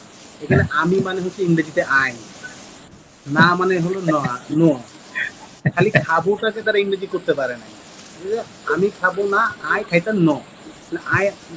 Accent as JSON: {"language": "Bangla", "town": "Noakhali", "region": "Chittagong Division", "country": "Bangladesh", "said": "আমার গ্রাম থেকে ফোন দিয়ে আমাকে অনেক বকাবকি করে যে তুই নিজের ভাষা নিয়ে এগুলো করো"}